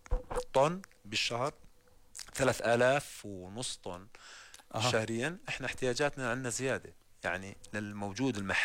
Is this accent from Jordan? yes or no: yes; Jordan; وإحنا عندنا بالأردن مش متعودين نتقبل ارتفاع أسعار اللحوم